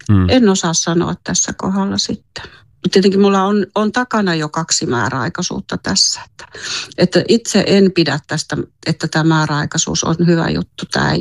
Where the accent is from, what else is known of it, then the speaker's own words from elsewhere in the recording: Simo, Lapland, Finland; Tämä on mun kotikunta, niin kyllä mä toivon Simon kunnalle jatkossakin kaikkea hyvää